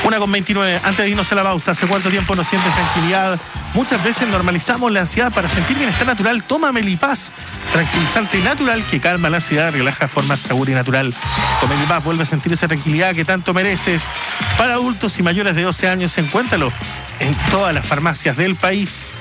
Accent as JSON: {"language": "Spanish", "region": "Maule", "country": "Chile", "said": "de Maule, de la región del Maule, Viña Doña Antonia."}